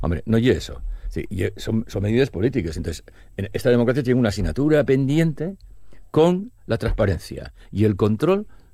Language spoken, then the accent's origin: Spanish; Caravia, Asturias, Spain; De mi pueblo, de Caravia.